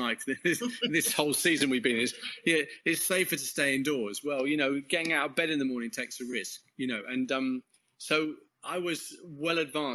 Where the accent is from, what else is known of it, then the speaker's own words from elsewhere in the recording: England, United Kingdom; I'm English.